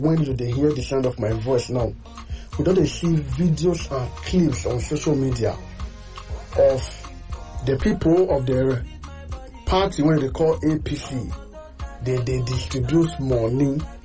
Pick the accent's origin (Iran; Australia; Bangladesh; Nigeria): Nigeria; even me as a Nigerian, I never can understand.